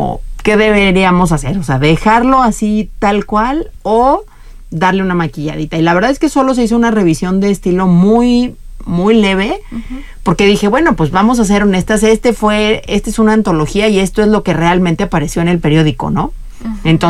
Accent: Querétaro, Mexico; born there; así sí soy muy queretana de sí. todo, de que aquí nací, de papás queretanos. Entonces, pues sí, tengo toda esa identidad muy arraigada conmigo.

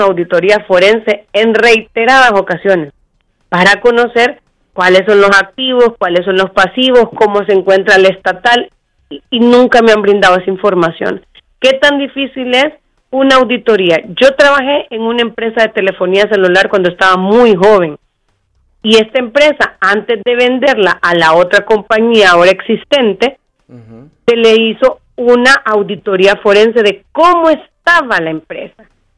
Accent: Honduras

